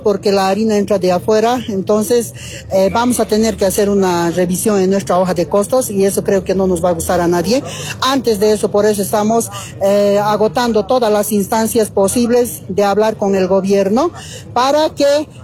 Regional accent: Bolivia; todos como bolivianos

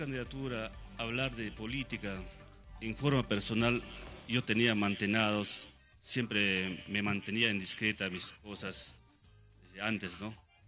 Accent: Colcabamba, Peru; crecido en mi caserío de Colcabamba, yo he nacido en ese lugar donde no hay agua. Yo, muy joven, salí de Colcabamba al taller Don Bosco.

